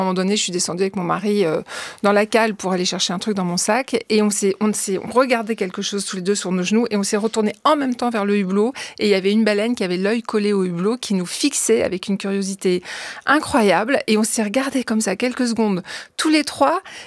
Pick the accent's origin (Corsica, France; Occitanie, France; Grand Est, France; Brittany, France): Corsica, France; je suis corse, donc j'ai toujours vécu un pied sur terre et une palme dans l'eau.